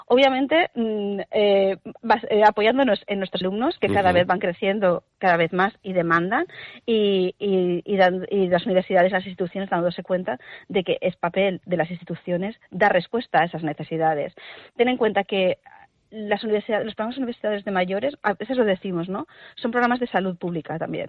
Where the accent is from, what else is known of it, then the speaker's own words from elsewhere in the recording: Spain; Nosotros somos españoles, júbilo, jubilarse es júbilo, alegría.